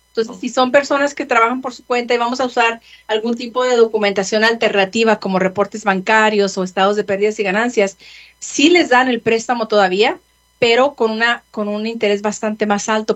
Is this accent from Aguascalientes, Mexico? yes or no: no; Casas Grandes, Chihuahua, Mexico; Casas Grandes, Chihuahua. Bueno, yo soy